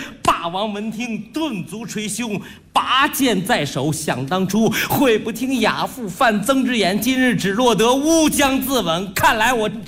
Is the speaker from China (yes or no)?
yes; Beijing, China; accent: Beijing dialect; 用我们北京话